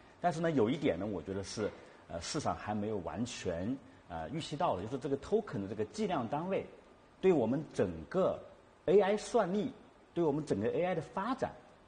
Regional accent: China; 我们中国人很多

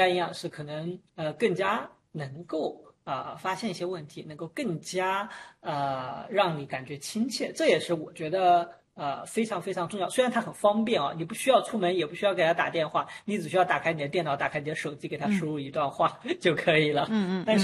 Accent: Shanghai, China; 我们上海人有句话

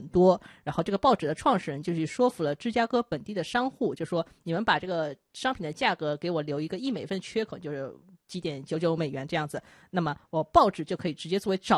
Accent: China; 我们中国人

